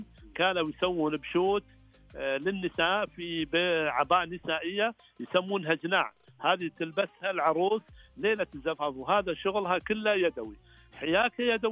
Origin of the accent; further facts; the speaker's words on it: Saudi Arabia; حنا عندنا في السعودية